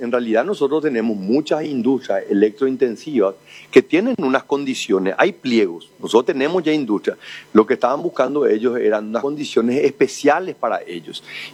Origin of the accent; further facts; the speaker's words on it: Paraguay; Geográficamente nosotros somos del tamaño de Alemania, Pero tenemos una población que es el 10% nomás de Alemania.